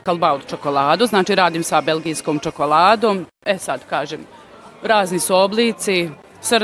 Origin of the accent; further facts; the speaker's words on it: Doboj, Republika Srpska, Bosnia & Herzegovina; Ja sam iz Doboja, dolazim iz Doboja, znači … imam svoj cvjećaru i poklon shop